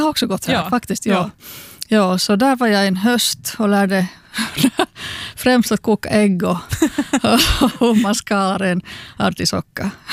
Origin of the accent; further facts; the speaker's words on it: Helsinki, Uusimaa, Finland; moved away as an adult; also born or lived in Espoo; now in Turku, Finland; jag är född i Esbo. Uppvuxen i Helsingfors, har flyttat till Åbo när jag var 32 och min son föddes.